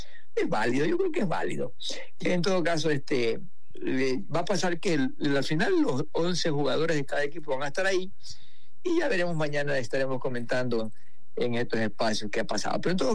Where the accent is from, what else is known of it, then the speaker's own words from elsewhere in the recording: Ecuador; muchas personas que saben que soy de Ecuador y que hoy día Ecuador enfrenta a México